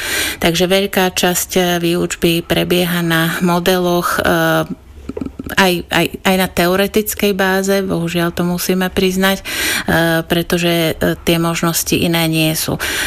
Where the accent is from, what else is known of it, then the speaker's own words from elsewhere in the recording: Letanovce, Košice Region, Slovakia; moved away as an adult; also born or lived in Levoča; now in Košice, Slovakia; narodila som sa v Levoči a žila som v Letanovciach až do svojich 18 rokov. Na gymnázium som chodila v Spišskej Novej Vsi.